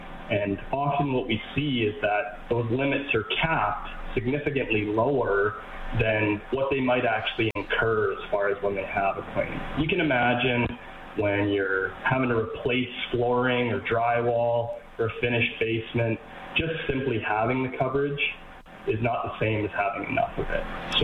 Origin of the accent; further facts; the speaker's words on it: Red Deer, Alberta, Canada; I was born and raised in Red Deer, right in between, you know, Calgary and Edmonton.